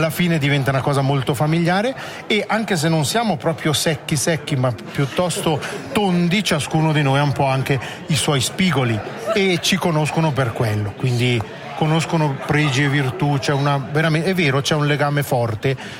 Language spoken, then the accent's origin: Italian; Airolo, Ticino, Switzerland; E io sono cresciuto ad Airolo, noi da Airolo guardavamo un po' così la Medievalle, quindi io sono già un espatriato in qualche modo.